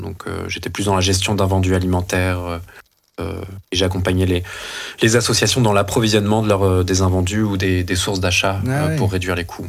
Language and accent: French; France; moved away as an adult; now in Brussels, Belgium; Moi, je suis français. Mais voilà, j'ai emménagé ici en 2016.